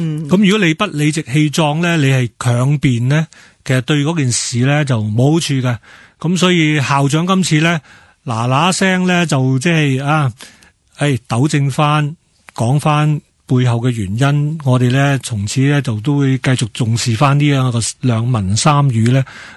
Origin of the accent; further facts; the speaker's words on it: Hong Kong; first language Cantonese; 母语系我哋自己喺香港嘅一种身份认同啦，系咪讲广东话由小到大。